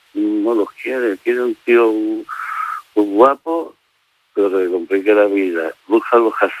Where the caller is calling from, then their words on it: Seville, Andalusia, Spain; Como soy sevillano, soy exagerado, de familia.